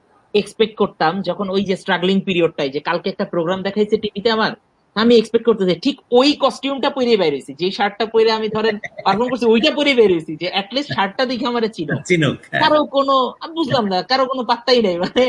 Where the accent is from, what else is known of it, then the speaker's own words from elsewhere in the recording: Dhaka, Dhaka Division, Bangladesh; normally আমি ঢাকাতেই বড় হয়েছি, তো অনেকে আবার আমি মিরাক্কেলের অডিশন দিয়েছি ঢাকা থেকে, তো অটোমেটিক্যালি অনেক জায়গায় চলে আসে যে ঢাকার ছেলে বা ঢাকায় থাকে, তো আমার আসলে বলতে কোনো দ্বিধা নাই, আমার গ্রামের বাড়ি লক্ষ্মীপুর